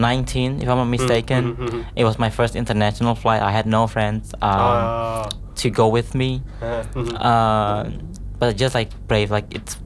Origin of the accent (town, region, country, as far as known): Indonesia; English is a second language